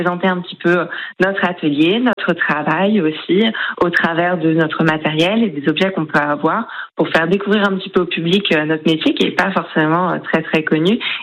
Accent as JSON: {"language": "French", "region": "Brittany", "country": "France", "moved": "yes", "lives_now": "La Ferté-Bernard, France", "said": "Moi, je viens de Bretagne"}